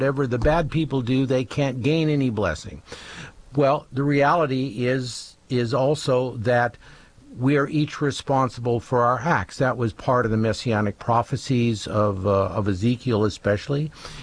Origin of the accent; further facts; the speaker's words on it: Saskatchewan, Canada; I'm from Saskatchewan, and in the northern part of Saskatchewan, north of Saskatoon, a lot of lightning strikes.